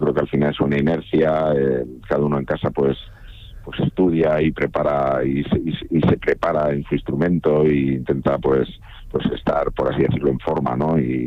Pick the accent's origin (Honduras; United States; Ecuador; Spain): Spain; Murcia, Region of Murcia; pero Edu y yo, que yo soy de Murcia y Edu de Zaragoza, pues también hemos pasado muchas veces, ¿no?